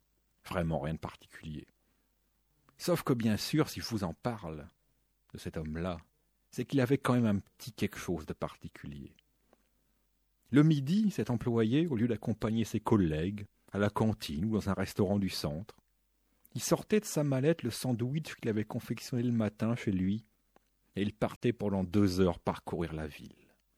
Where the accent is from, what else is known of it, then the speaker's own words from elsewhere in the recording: Rouen, Normandy, France; born there; C'est une histoire qui se passe dans la ville où je suis né, à Rouen, en Normandie.